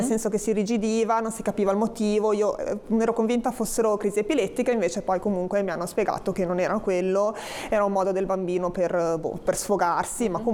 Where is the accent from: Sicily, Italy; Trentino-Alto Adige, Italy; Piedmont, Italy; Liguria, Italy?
Liguria, Italy; Genoa; perché noi siamo di San Pier d'Arena, dovremmo andare a Molassana.